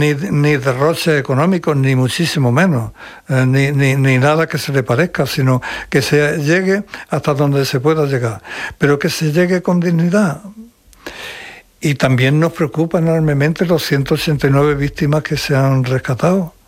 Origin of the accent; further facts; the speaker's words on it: Córdoba, Andalusia, Spain; Yo como cordobés de toda mi vida, he desarrollado toda mi vida trabajando en Córdoba